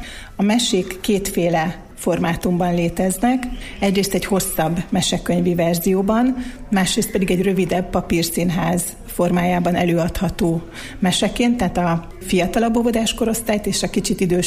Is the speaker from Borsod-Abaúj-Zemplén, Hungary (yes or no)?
yes; Miskolc, Borsod-Abaúj-Zemplén, Hungary; moved away as an adult; also born or lived in Norway; mi zajlik a szülővárosomban, illetve még a gimnáziumot is itt jártam. Úgyhogy nagyon kedves számomra Miskolc